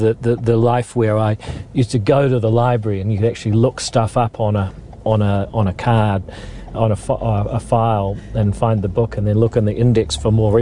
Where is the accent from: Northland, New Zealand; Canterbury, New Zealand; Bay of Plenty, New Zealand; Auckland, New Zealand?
Northland, New Zealand; also born or lived in Palmerston North; my dad's family's from the Manawatu, so I was born in Palmy, but I lived there till I was about 18 months old, so I don't have any memories of that. And then my mum's family's from the north, so we moved up there in about 85, 86